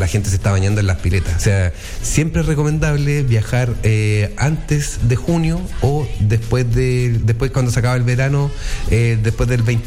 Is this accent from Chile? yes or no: yes; Chile; vengo de Chile